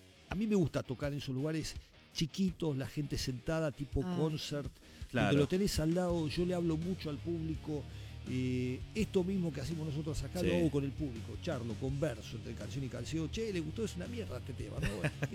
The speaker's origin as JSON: {"language": "Spanish", "town": "Barracas", "region": "Buenos Aires Province", "country": "Argentina", "tie": "born or raised there", "said": "Yo soy de. Me crié en Barracas."}